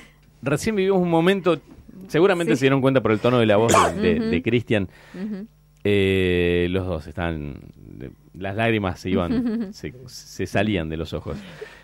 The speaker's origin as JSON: {"language": "Spanish", "town": "Cinco Saltos", "region": "Río Negro", "country": "Argentina", "moved": "yes", "said": "soy de Cinco Saltos, y el tiempo que viví en Cinco Saltos"}